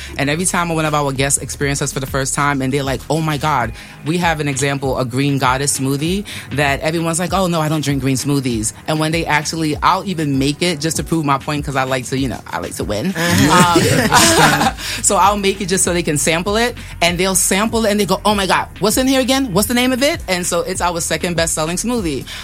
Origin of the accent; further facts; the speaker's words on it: Jamaica; you know I'm Jamaican, right?